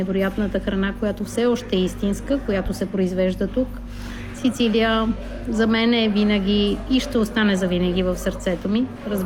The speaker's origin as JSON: {"language": "Bulgarian", "town": "Sofia", "region": "Sofia City", "country": "Bulgaria", "moved": "as an adult", "lives_now": "Palermo, Italy", "said": "Омъжих се, съпругът ми от Палермо и се преместих от София в Палермо 2001 година"}